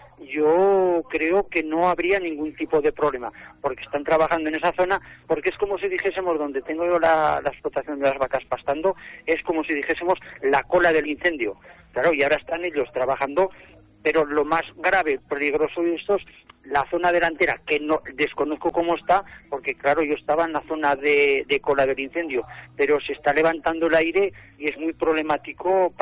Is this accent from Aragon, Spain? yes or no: yes; Luesia, Aragon, Spain; Sí, sí, soy de aquí de Luesa, sí. Tengo mi explotación aquí en Luesa.